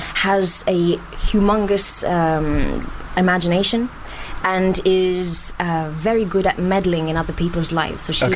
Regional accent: Montreal, Quebec, Canada; English is a second language; Because I'm from the French part of Canada, so I'm from Montreal.

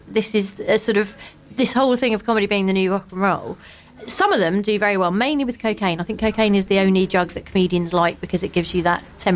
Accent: Croydon, London, United Kingdom; moved away as an adult; also born or lived in Manchester; I grew up in Croydon and then went to Manchester for 10 years.

